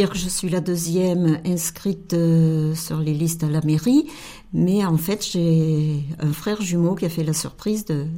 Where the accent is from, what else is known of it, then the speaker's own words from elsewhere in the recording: Nouvelle-Aquitaine, France; also born or lived in Paris; now in Metz, France; Alors moi, je viens du Périgord. J'ai traversé la France pour m'installer à Metz il y a un certain nombre d'années.